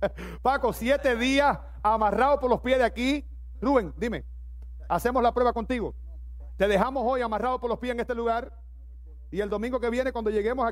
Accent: Cuba; moved away as an adult; now in United States; yo soy cubano, viví 20 años allí.

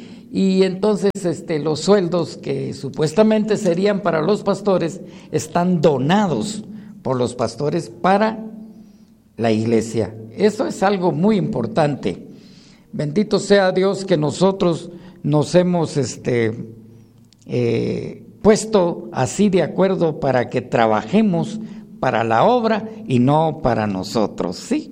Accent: Cuilco, Huehuetenango, Guatemala; born there; moved away; por allá por mi pueblo, Cuilco. Ah, ese es mi pueblo lindo, Cuilco. Yo soy de Cuilco, mis paisanos lindos.

